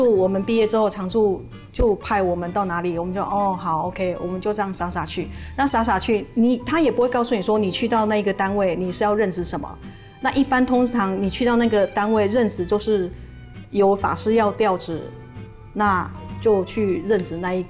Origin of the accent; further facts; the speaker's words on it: Taiwan; now in Chicago, United States; 非常高兴回来台湾呢。对啊，我的家乡呢。